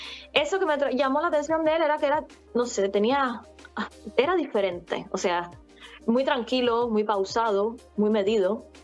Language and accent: Spanish; Cuba; quizás le llamaba la atención mi acento, porque me hablaba mucho del acento, o sea, creo que sí, que él como que tenía ganas de conocer una cubana, como que siempre tuvo ese anhelo